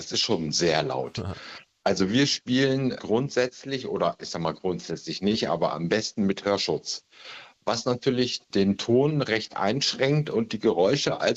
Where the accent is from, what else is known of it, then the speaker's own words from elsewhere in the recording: Lower Saxony, Germany; Also hier bei uns in Ostfriesland ist es einfach Tschüss oder wie auch immer, weil wir sprechen ja nicht so viel. Bei uns reicht Moin und Tschüss und damit ist der Tag auch gelaufen.